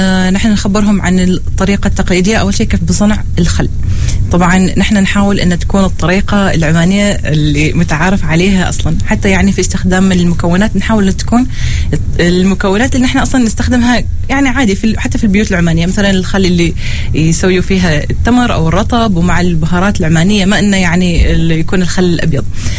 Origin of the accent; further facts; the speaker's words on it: Oman; نحن عندنا في عمان